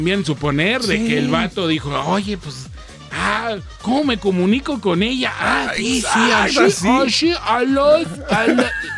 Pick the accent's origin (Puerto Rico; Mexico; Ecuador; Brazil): Mexico; qué tan mala influencia somos los mexicanos.